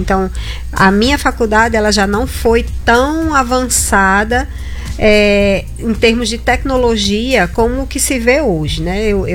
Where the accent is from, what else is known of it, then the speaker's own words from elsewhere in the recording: Mossoró, Rio Grande do Norte, Brazil; moved away as an adult; Eu sou de Mossoró